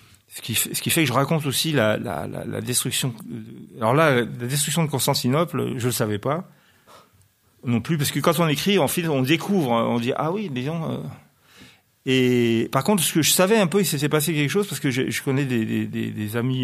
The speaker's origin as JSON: {"language": "French", "town": "Grenoble", "region": "Auvergne-Rhône-Alpes", "country": "France", "said": "je suis grenoblois"}